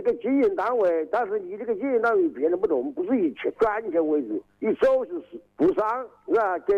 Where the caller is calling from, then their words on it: Hanchuan, Hubei, China; 我是汉川南河的。